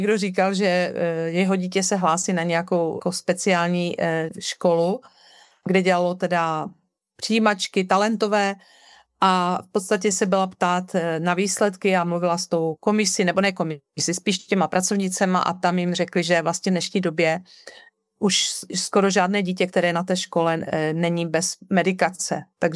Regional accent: North Moravia, Czechia; accent: North Moravian; posluchači poznají, že jsme ze Severní Moravy, prostě máme krátké zubaky, s tím se nedá nic dělat, i když se snažíme.

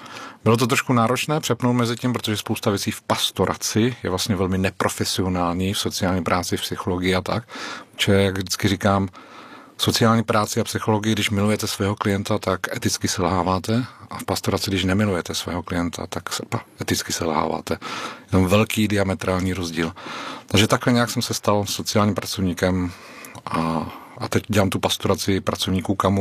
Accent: South Bohemian Region, Czechia; also born or lived in Prague; now in Červená Hospoda, Czech Republic; Takže jsem byl pokřtěn jako v římské katolické církvi. Poutní kostel Lomeček u Vodňan, původně jsem ze Šumavy.

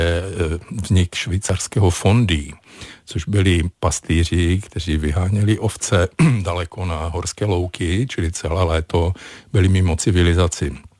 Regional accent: Ostrava, Moravian-Silesian Region, Czechia; Já jsem z Ostravy, tak vám můžu říct třeba legendu o...

